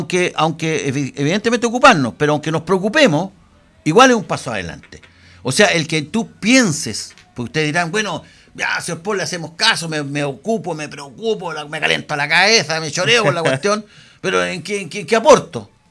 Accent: Chile; El chileno, yo creo que, por lo menos los que estamos acá, yo me declaro patriota.

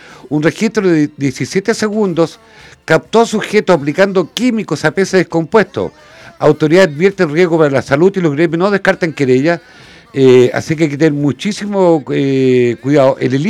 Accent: Chile; los chilenos debemos estar orgullosos de muchas cosas.

